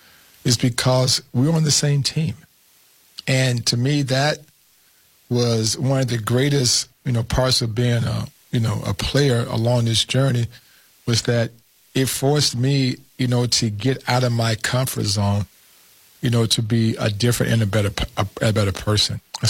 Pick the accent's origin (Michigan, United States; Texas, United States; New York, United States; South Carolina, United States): Michigan, United States; Flint; as a kid growing up in Flint, Michigan, you know, you grew up in a neighborhood which is predominantly black.